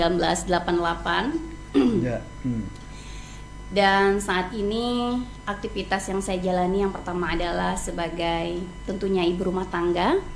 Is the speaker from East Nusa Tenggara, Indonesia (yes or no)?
no; Riau Islands, Indonesia; now in Tanjung Pinang, Indonesia; berasal dari sebuah kampung kecil dari Kabupaten Lingga, yaitu Pulau Duyung.